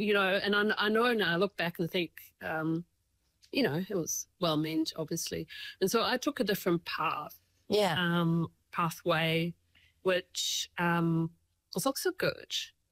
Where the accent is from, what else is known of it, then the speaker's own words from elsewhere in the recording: Zurich, Switzerland; English is a second language; now in Invercargill, New Zealand; I was like from Zurich and Main Street. I was like kind of transported to this to Invercargill